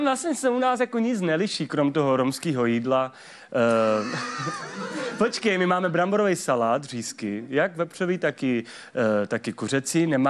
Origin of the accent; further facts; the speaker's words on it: Třebechovice pod Orebem, Hradec Králové Region, Czechia; Kámo, my tam máme Betlem, my nepotřebujeme internet.